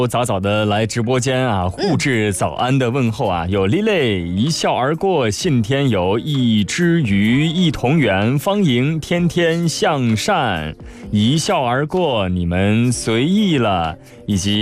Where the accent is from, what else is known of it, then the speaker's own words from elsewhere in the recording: Shandong, China; now in Guangdong, China; 我们老家山东啊